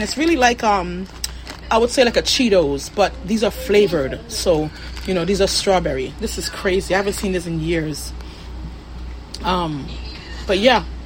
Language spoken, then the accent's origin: English; Jamaica; As you guys know, being a Jamaican, we always have a hustle.